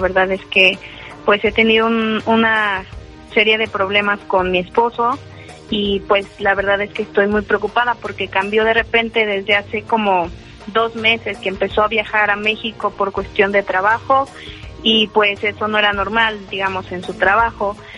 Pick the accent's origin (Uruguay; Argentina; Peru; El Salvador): El Salvador; now in Riverside, United States; Yo soy de El Salvador, pero estoy viviendo en California.